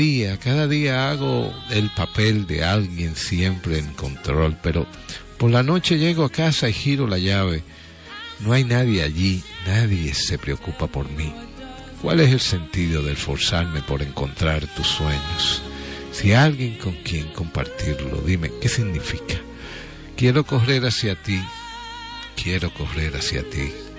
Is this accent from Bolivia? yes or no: no; Dominican Republic; somos dominicanos también.